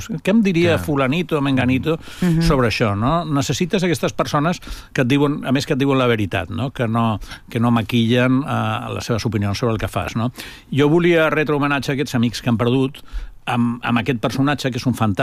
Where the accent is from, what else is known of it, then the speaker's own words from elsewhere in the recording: Barcelona, Catalonia, Spain; però com a barceloní penso per a Barcelona és bo que sigui una capital turística